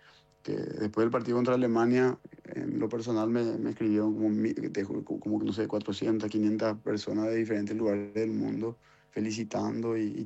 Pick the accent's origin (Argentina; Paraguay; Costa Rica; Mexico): Paraguay